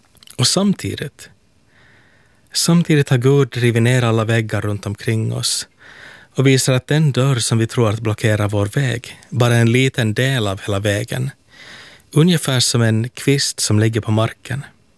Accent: Helsinki, Uusimaa, Finland; från Helsingfors.

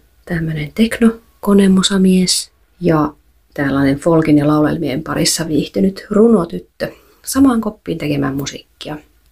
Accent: Jyväskylä, Central Finland, Finland; Ja tällä hetkellä tehdään musiikkia Hyvinkäällä. Alun perin mä oon Jyväskylästä ja … Tampereelta.

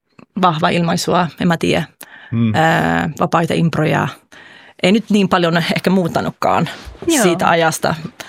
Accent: Gothenburg, Västra Götaland, Sweden; kun tämä bändi on Göteborgista, missä mä oon kotoisin.

